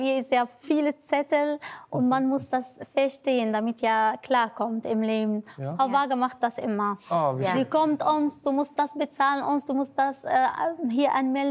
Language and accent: German; Tunisia; Und sie war auch mehrmals bei uns in Tunesien zu Hause.